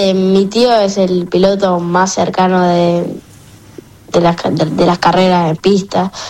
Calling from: Río Gallegos, Santa Cruz, Argentina; Vivo en Río Gallegos, en la provincia de Santa Cruz, cerca de Calafate.

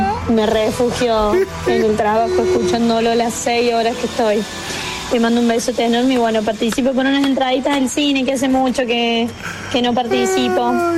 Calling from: La Calera, Valparaíso, Chile; desde Calera.

